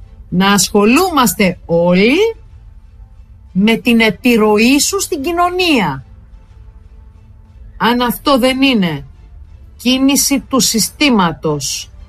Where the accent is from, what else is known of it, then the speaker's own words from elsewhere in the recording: Heraklion, Crete, Greece; Στο Ηράκλειο επίσης, στην πόλη μου, μια μαθήτρια δέχτηκε απειλές και εκφοβισμό από συμμαθητές της